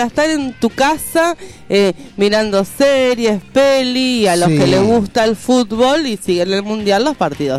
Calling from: Argentina; como Argentina

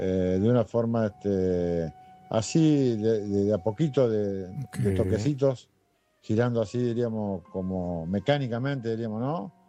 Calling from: Gualeguaychú, Entre Ríos, Argentina; de Gualeguaychú, Entre Ríos.

